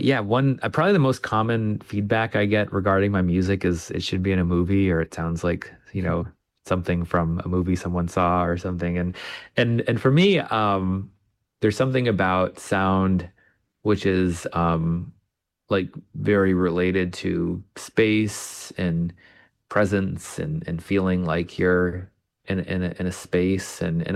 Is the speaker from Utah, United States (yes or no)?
no; Plattsburgh, New York, United States; moved away as an adult; now in Charlottesville, United States; Ironically, it's also my hometown, where I grew up.